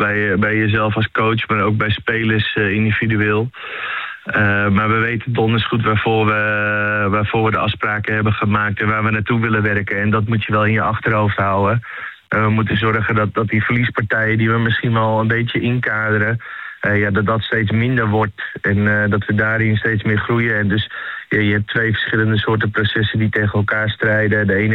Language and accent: Dutch; Den Helder, North Holland, Netherlands; moved away; uit het verre Noord-Holland. Helemaal boven in het puntje van Noord-Holland. Want ik kom zelf uit Den Helder. Ja, daar is gewoon een hele andere mentaliteit en manier van omgaan als wat je hier bij elkaar treft.